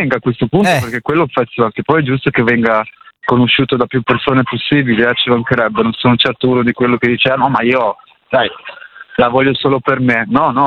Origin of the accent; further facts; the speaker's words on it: Pietra Ligure, Liguria, Italy; io sono di Pietra Ligure.